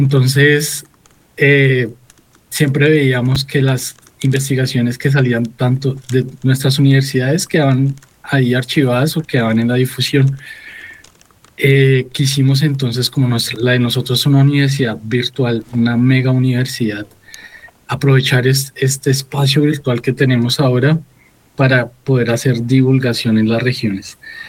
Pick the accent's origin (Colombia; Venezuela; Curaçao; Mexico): Colombia; cómo somos los colombianos, cómo somos los colombianos con los pueblos indígenas